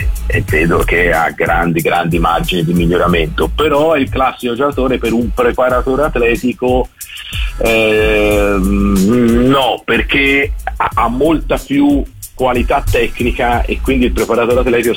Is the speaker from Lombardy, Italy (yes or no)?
no; Florence, Tuscany, Italy; sono fiorentino